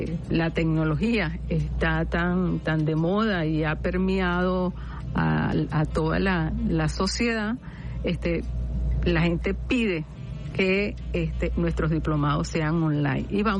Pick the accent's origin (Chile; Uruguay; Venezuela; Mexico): Venezuela